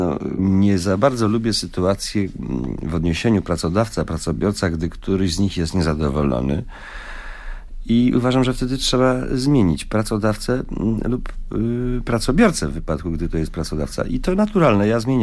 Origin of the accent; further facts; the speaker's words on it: Łódź, Łódź Voivodeship, Poland; born there; moved away as an adult; also born or lived in Kalisz / Poznań / Warsaw; now in Kraków, Poland; urodziłem się w Łodzi na Łęczyckiej 8.